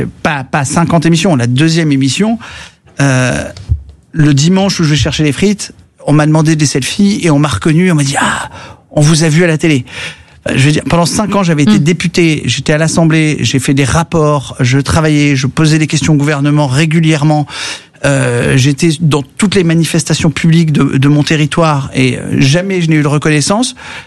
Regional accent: Hauts-de-France, France; je viens du bassin minier du Pas-de-Calais.

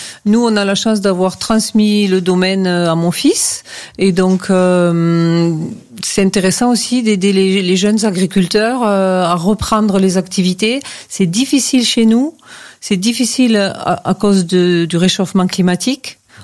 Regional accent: Occitanie, France; ils venaient chez nous dans le Languedoc.

